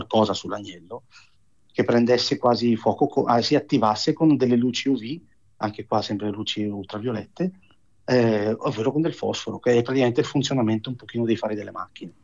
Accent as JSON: {"language": "Italian", "town": "Bergamo", "region": "Lombardy", "country": "Italy", "said": "io sono di Bergamo e la Bassa Bergamasca è ricchissima di queste realtà."}